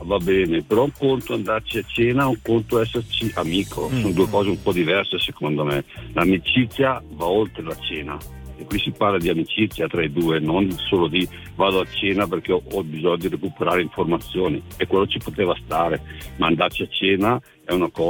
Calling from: Bolzano, Trentino-Alto Adige, Italy; Di Bolzano.

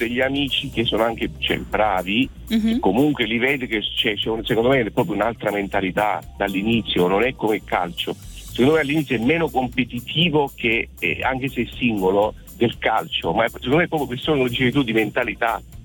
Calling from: Cassano d'Adda, Lombardy, Italy; Da Cassano d'Adda, provincia di Milano.

